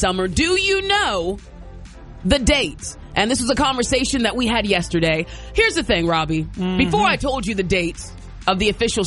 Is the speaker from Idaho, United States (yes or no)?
no; Virginia Beach, Virginia, United States; I grew up in Virginia Beach